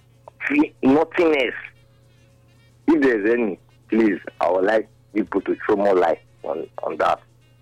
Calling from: Nigeria

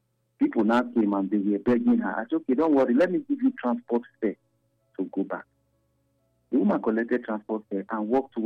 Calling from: Nigeria; from Ijaw.

